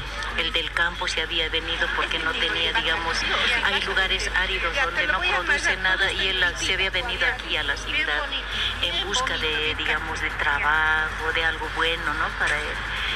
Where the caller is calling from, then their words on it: Bolivia; mi papi ya era mestizo. Sus hijos llegamos a ser mestizos, pero somos bolivianos, ¿no es cierto?